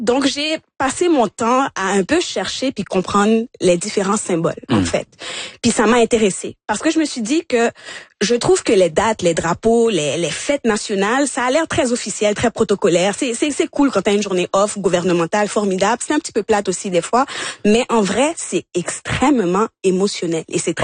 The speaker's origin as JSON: {"language": "French", "town": "Montreal", "region": "Quebec", "country": "Canada", "tie": "born there"}